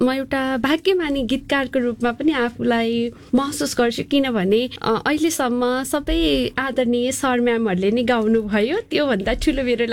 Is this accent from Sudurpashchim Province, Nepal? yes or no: no; Kathmandu, Bagmati, Nepal; born there; फेरि मेरो जन्म पनि यही भयो।